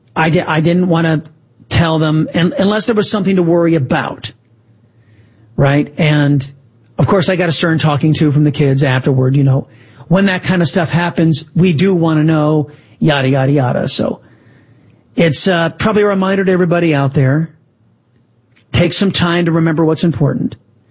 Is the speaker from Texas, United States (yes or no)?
yes; Texas, United States; my home state of Texas